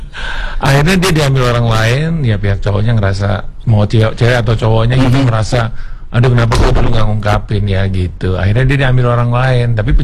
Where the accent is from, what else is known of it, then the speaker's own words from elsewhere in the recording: Bandung, West Java, Indonesia; also born or lived in Tanjung Pandan; Iya, lahirnya di Tanjung Pandan kembali ke Bandung gitu. Jadi mama waktu hamil juga banyak di Bandung.